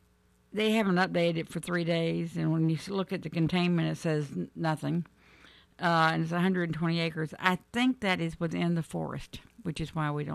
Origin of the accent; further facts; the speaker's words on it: Florida, United States; We grew up in South Florida. Nobody had air conditioning.